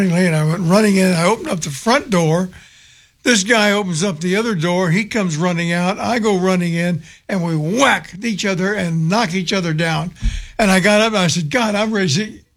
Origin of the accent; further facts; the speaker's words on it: Kentucky, United States; moved away as an adult; also born or lived in Hollywood; So here we are, back in my hometown.